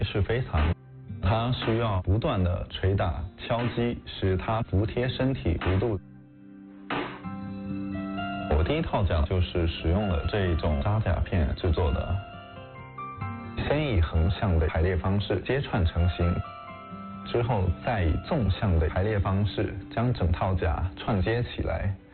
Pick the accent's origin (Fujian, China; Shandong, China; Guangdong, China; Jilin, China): Fujian, China; Quanzhou